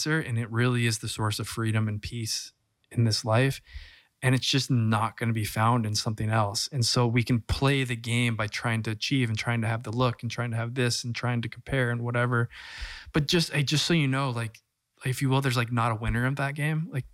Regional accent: California, United States; I'm from Southern California, where there's a high sort of emphasis on being cool

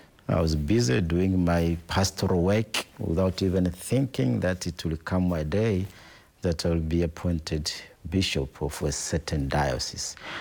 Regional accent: Ifakara, Morogoro, Tanzania; born there; also born or lived in Biro; I am originally from the region of Morogoro, Morogoro region, a town called Ifakara. But I was born in a small village called Biro. That is my originality.

